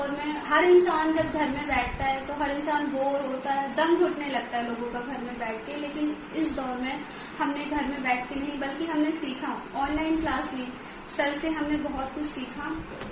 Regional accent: Delhi, India; और मैं दिल्ली से हूँ।

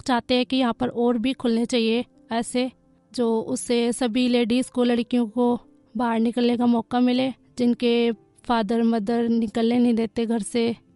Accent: Agra, Uttar Pradesh, India; मैं आगरा से बिलोंग करती हूँ।

